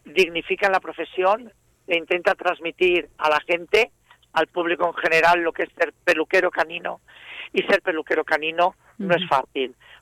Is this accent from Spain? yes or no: yes; Alicante, Valencian Community, Spain; moved away as an adult; now in Molina de Segura, Spain; yo no soy de Molina, yo soy de Alicante. Yo vine a trabajar a Murcia hace muchos años